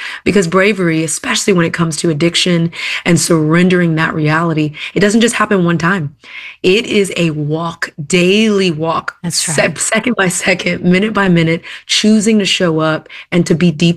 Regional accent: Texas, United States; now in Atlanta, United States; I'm from Texas originally and I moved to Atlanta, Georgia, maybe 14 years ago.

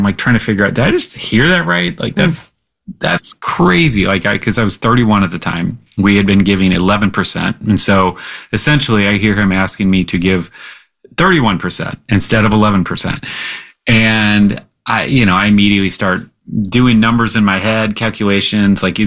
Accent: United States; I was on mission and I'm an American and I want it faster

